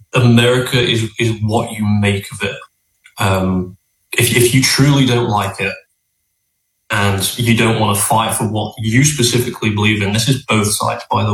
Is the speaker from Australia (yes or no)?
no; England, United Kingdom; now in United States